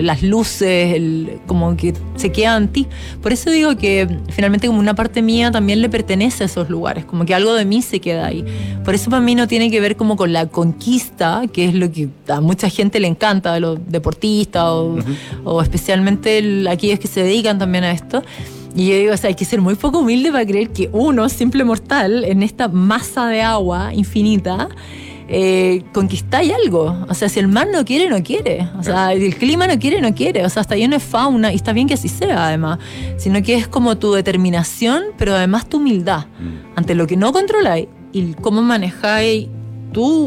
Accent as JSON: {"language": "Spanish", "country": "Chile"}